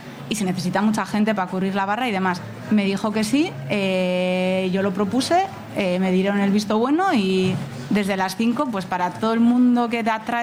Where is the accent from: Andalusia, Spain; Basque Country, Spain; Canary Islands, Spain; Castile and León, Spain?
Basque Country, Spain; Basauri; yo también soy de Basauri.